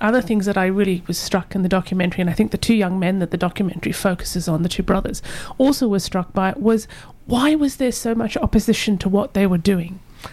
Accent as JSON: {"language": "English", "country": "Australia", "tie": "born or raised there", "said": "I'm half Chinese. And I was born in Australia. And I grew up in an era in the 70s when there was still a lot of racism very present. And I was the only non-Caucasian child in my school."}